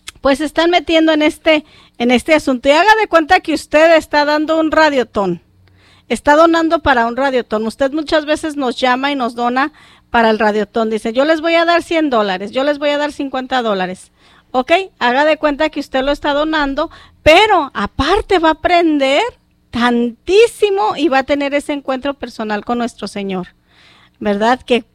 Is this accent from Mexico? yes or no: yes; Mexico; Muchos de nosotros somos de México, de Michoacán, de Jalisco, de Colima, de Zacatecas, de Guanajuato, y de ahí párale de contar, ¿verdad?